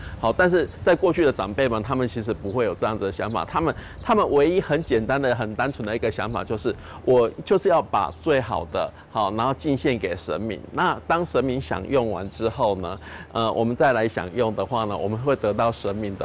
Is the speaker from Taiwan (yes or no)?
yes; Taiwan; 茯苓糕它等同是我们台湾的松糕